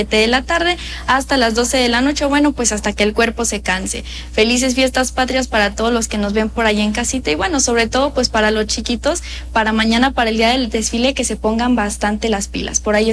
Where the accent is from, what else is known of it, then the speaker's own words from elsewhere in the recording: Mexico; fiestas patrias que nos corresponden a todos como mexicanos